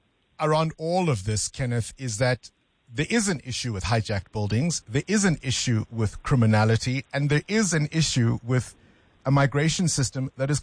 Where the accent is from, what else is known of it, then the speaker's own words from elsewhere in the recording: South Africa; I am South African myself.